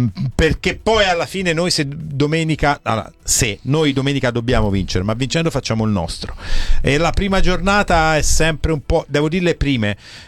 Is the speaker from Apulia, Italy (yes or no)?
no; Livorno, Tuscany, Italy; anch'io sono di Livorno, mai, cioè, lo dico sempre, ho simpatia per la mia squadra della città